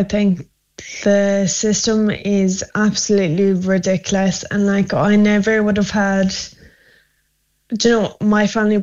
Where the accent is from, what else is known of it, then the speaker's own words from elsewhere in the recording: Ireland; But then like I'm Irish, so I'm just really hoping they choose to save their own.